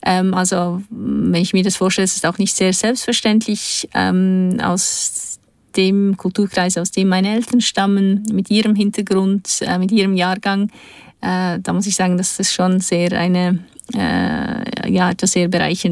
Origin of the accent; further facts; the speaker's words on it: Bern, Switzerland; born there; first language Turkish; German is a second language; also born or lived in Kahramanmaraş, Turkey; aus wirtschaftlichen Gründen sind meine Eltern ausgereist, haben in die Schweiz migriert. Und wir haben hier unsere Ausbildung gemacht und sind in Bern aufgewachsen.